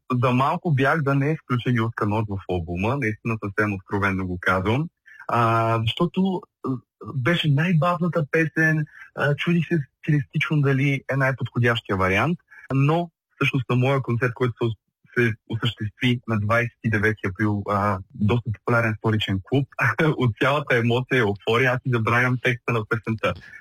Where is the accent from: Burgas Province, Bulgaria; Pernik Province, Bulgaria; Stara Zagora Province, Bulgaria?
Burgas Province, Bulgaria; Burgas; аз родом съм си от Бургас.